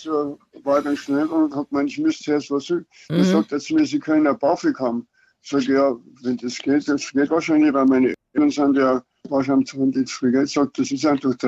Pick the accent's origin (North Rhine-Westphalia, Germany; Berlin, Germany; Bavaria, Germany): Bavaria, Germany; der war noch etwas anständiger als ich als Niederbayer